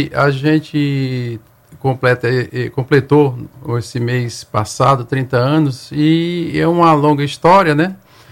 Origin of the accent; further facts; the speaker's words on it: Sergipe, Brazil; also born or lived in Santos; now in Alagoas, Brazil; que eu vim para cá, para Alagoas, que eu sou do estado de Sergipe, mas morava em Santos, né?